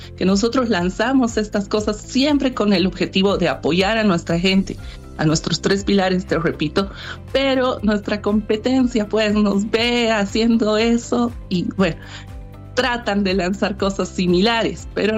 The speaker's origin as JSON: {"language": "Spanish", "country": "Bolivia", "said": "nosotros somos bolivianas"}